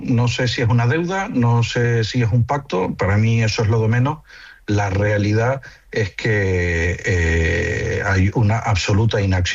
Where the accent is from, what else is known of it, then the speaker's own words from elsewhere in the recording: Canary Islands, Spain; Ya digo que yo también, que soy canario